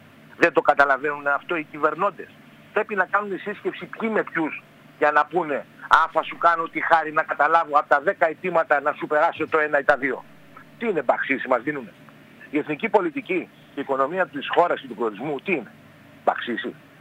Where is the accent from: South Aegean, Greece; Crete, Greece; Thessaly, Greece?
South Aegean, Greece; Kastellorizo; Είμαι και εγώ νησιώτης από το Καθελόριζο.